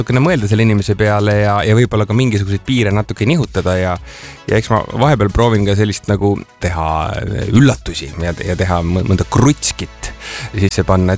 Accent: Pärnu, Pärnu County, Estonia; Tiiu, tead, kus ma olen kasvanud? Ma olen kasvanud Pärnu rannarajoonis.

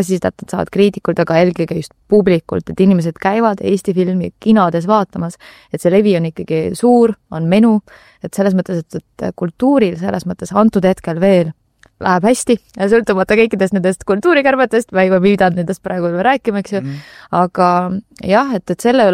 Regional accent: Tallinn, Harju County, Estonia; mina täpselt nagu ütlesin, et Lasnamäel kasvasin ülesse, õppisin Tallinna Kuristiku gümnaasiumis

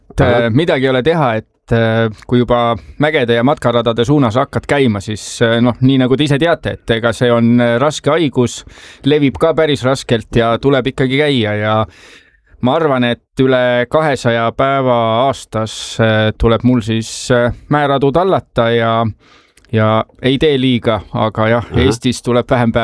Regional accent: Tartu, Tartu County, Estonia; Toomel sündinud ja põline tartlane

